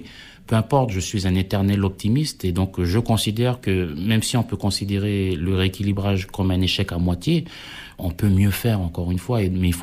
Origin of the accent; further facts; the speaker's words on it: Ouvéa, Loyalty Islands Province, New Caledonia; moi, j'ai grandi à Ouvéa, j'ai grandi en tribu, je vis là-bas.